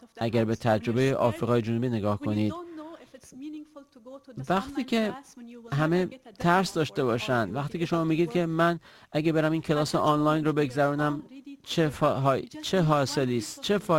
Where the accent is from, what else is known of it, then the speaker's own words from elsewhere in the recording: Afghanistan; از افغانستان هستم.